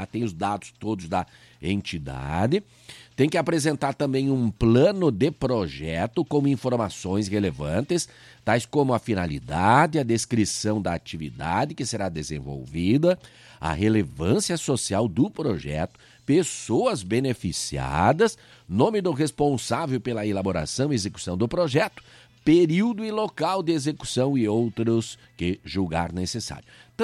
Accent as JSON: {"language": "Portuguese", "town": "Pato Branco", "region": "Paraná", "country": "Brazil", "tie": "born there", "said": "Pato Branco, minha terra natal, né?"}